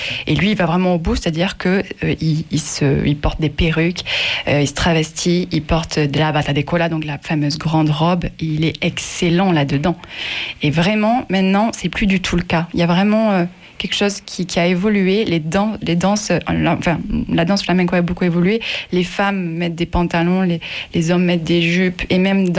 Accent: Larzac, Occitanie, France; moved away; also born or lived in Seville; moi, je viens du Larzac, je suis avéronaise, j'ai aucune origine espagnole ni gitane, je ne peux pas l'inventer. J'ai un nom qui n'a aucune sonorité espagnole.

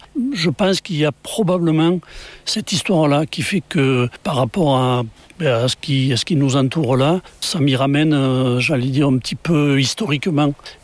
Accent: Le Vigan, Occitanie, France; D'abord, je suis du Vigan. Et quand on est du Vigan, et puis qu'on a vécu pendant des années là, qu'on y a été élevé

